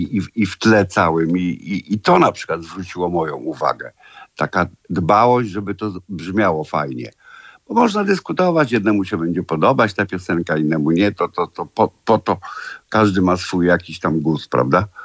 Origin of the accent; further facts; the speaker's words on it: Warsaw, Masovian Voivodeship, Poland; also born or lived in Ursynów, Warsaw; ja się urodziłem na Żoliborzu